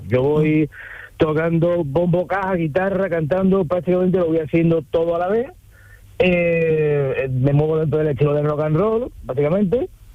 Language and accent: Spanish; Ronda, Andalusia, Spain; Pues mira, yo soy de Ronda.